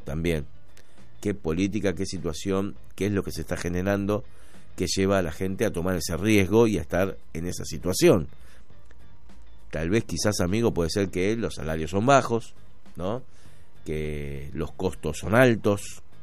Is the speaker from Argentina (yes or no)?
yes; Argentina; nosotros tomamos, ¿no?, un poco como argentinos ese punto de referencia